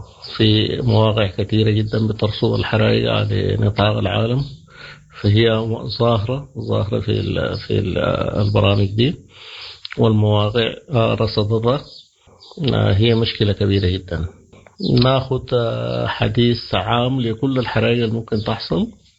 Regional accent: Sudan; عندنا في السودان

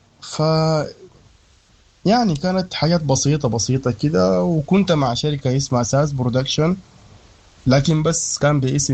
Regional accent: Sudan; فننا ده فن سوداني، فأنا ما رابر أمريكي، ولا أنا رابر يعني بريطاني، ولا أنا رابر أيا كانت الدولة، أنا رابر سوداني.

